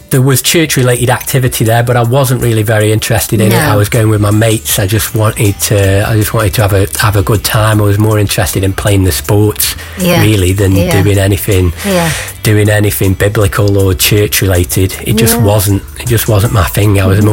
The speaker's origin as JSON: {"language": "English", "town": "Stoke-on-Trent", "region": "West Midlands", "country": "United Kingdom", "tie": "born there", "said": "Okay, so I was born in here in Stoke-on-Trent."}